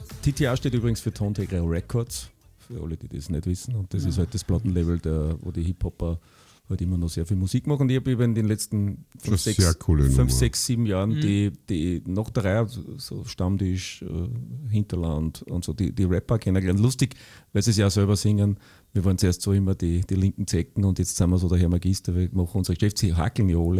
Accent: Linz, Upper Austria, Austria; deswegen bin ich auch sehr stolz, mittlerweile immer sagen zu können, ich komme aus Linz

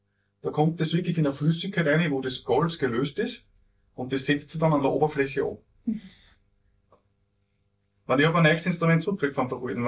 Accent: Austria; Das ist ganz, ganz was Traditionelles bei uns in Österreich einfach auch

